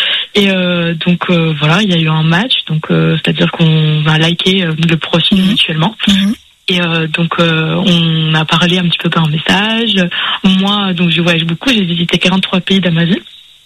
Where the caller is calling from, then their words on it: Toulouse, Occitanie, France; Moi, j'ai 22 ans et actuellement, j'habite sur Toulouse.